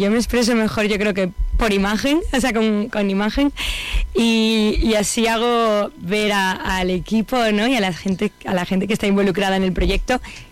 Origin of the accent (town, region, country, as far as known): Extremadura, Spain; moved away